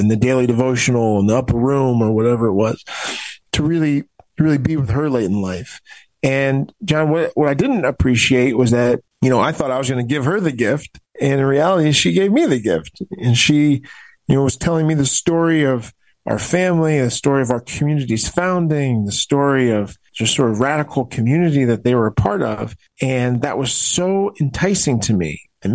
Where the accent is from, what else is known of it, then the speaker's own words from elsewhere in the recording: Gaithersburg, Maryland, United States; moved away; So you know that I grew up in what in my time was called Gaithersburg, Maryland. And my grandparents' time was called Quince Orchard, Maryland. It was one of those places where it was so small. I grew up on a dirt road